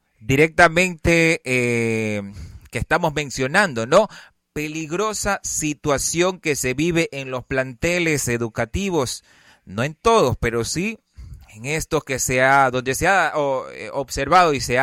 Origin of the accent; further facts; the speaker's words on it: Ecuador